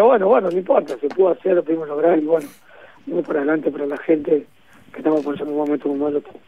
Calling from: Argentina; Somos los argentinos

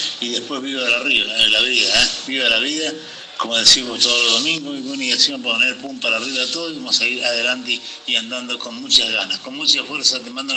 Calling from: Tilisarao, San Luis, Argentina; Estamos arrancando acá en Telizarao

